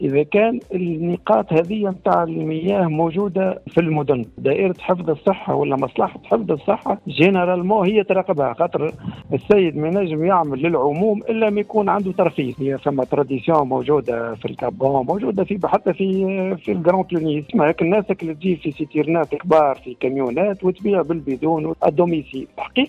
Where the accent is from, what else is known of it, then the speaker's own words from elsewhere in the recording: Kalâa Kebira, Sousse Governorate, Tunisia; في مدينتي يعني في القلعة الكبيرة